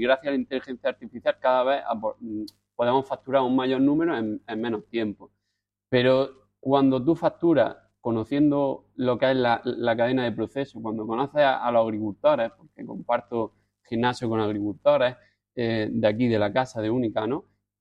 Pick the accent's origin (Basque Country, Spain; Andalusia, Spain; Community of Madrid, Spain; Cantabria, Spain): Andalusia, Spain; Almería; Deportiva de Almería, y por mi tierra